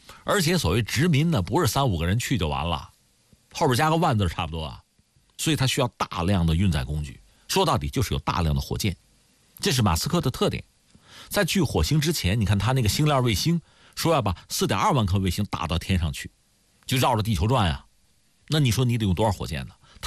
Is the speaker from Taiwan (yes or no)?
no; China